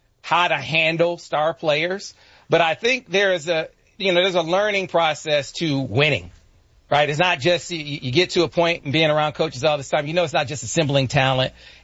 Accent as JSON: {"language": "English", "town": "Flint", "region": "Michigan", "country": "United States", "tie": "born or raised there", "said": "my hometown of Flint"}